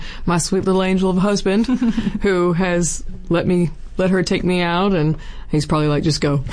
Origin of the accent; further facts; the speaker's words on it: Arkansas, United States; now in Kansas City, United States; I grew up in Southeast Arkansas, so it's just, you know, kind of a lot of working class stuff most of the time.